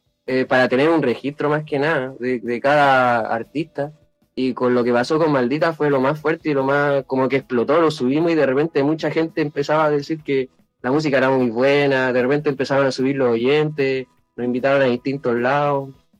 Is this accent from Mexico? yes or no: no; La Cisterna, Santiago Metropolitan Region, Chile; nosotros somos de La Cisterna